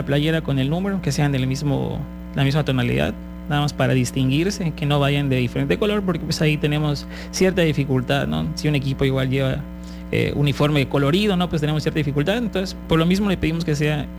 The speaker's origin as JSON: {"language": "Spanish", "country": "Mexico", "said": "somos México."}